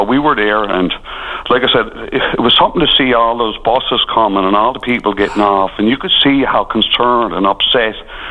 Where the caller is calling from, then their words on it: Newfoundland and Labrador, Canada; as a Newfoundlander